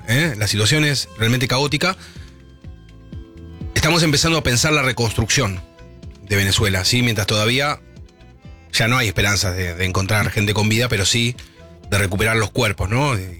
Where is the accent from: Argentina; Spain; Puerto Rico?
Argentina; González Catán, Buenos Aires Province